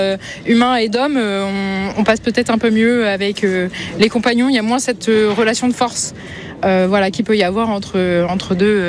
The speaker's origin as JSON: {"language": "French", "town": "Rouen", "region": "Normandy", "country": "France", "said": "Nous, on est de Rouen."}